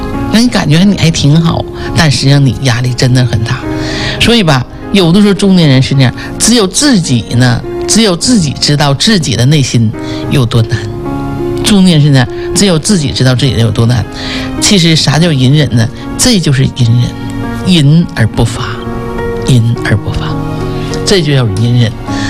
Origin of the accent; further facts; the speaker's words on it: Northeast China, China; 就我们东北人话叫五马长枪的